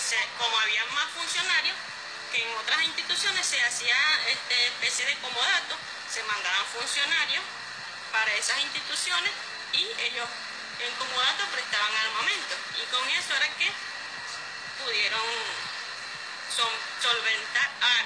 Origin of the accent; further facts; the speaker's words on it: Clarines, Anzoátegui, Venezuela; Yo soy de Clarines.